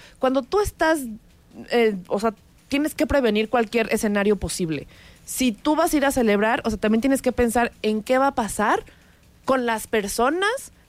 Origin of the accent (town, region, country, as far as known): Mexico